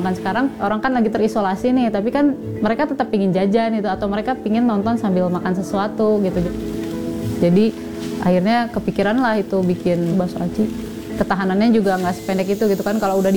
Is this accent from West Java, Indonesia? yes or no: yes; Cimahi, West Java, Indonesia; kalau kerja saya di Cimahi. Karena Cimahi ini juga kota kelahiran saya gitu ya.